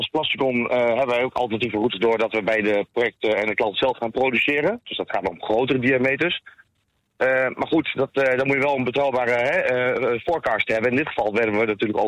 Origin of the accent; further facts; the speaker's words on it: Netherlands; Maar ik denk dat dat misschien wel de grootste schade is die we kunnen veroorzaken als Nederlanders.